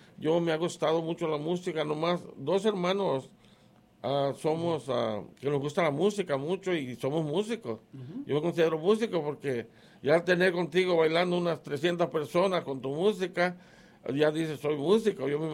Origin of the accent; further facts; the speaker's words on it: Guerrero, Mexico; moved away; yo conozco casi toda la raza mía que somos de allá, de Guerrero.